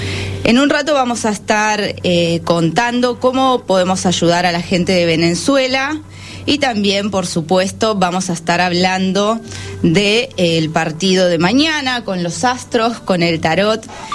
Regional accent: Argentina; Es algo que siempre nos caracteriza como argentinos, recibir con los brazos abiertos.

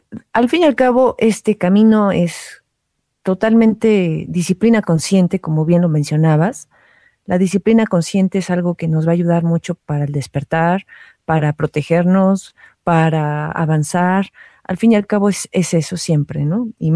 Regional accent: Costa Rica; en mi país, Costa Rica, en los años 60

